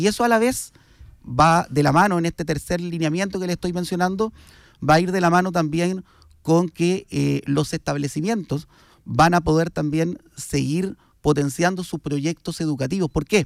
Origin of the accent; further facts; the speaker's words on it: La Ligua, Valparaíso, Chile; en mi tierra natal, que siempre lo nombro con orgullo, la ciudad de La Ligua, en la provincia de Petorca.